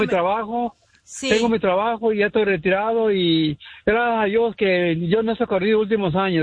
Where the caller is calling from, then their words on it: Los Angeles, California, United States; Le llamo de aquí de Los Ángeles.